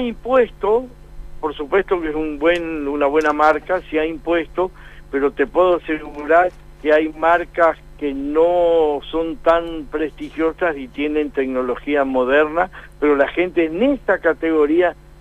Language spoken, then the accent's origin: Spanish; Argentina; como argentino y como comerciante